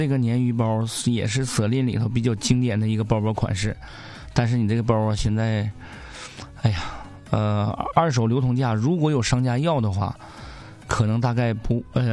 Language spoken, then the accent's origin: Chinese; Northeast China, China; 那你就会很用咱们东北话比较合适了